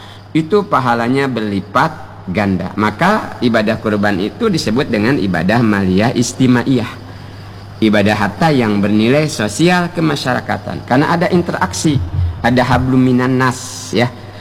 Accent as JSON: {"language": "Indonesian", "region": "Bangka Belitung Islands", "country": "Indonesia", "said": "Kata kita orang Bangka, dak buruk sigung. Kalau kata orang Sunda, pak balik letah tuh."}